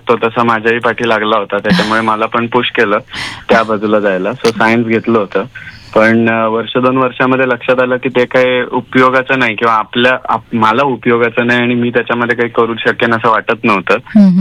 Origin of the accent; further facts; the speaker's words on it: Chiplun, Maharashtra, India; also born or lived in United Kingdom; हा, तर चिपळूणमध्ये माझं बालपण गेलं, शिक्षण वगैरे चिपळूणमध्ये झालं, पण गाव नरवण त्याच्यामुळे आजी आजोबा तिथे असायचे